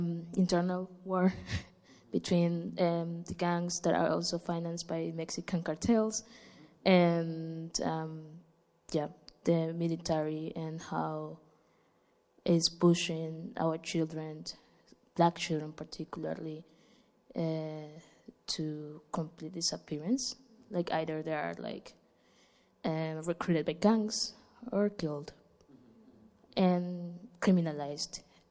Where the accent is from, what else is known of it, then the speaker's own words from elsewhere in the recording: Ecuador; Thank you. … I'm from Ecuador.